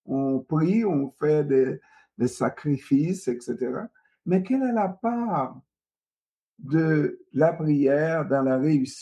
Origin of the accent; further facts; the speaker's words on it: Canada; Mais le sport, c'est le hockey. Si on est des Canadiens, il faut qu'on soit hockey.